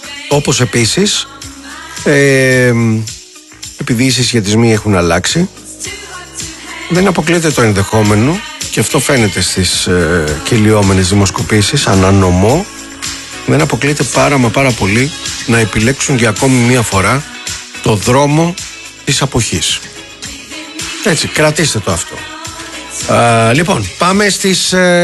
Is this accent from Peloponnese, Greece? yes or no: yes; Molaoi, Peloponnese, Greece; στο χωριό μου στους Μολάους.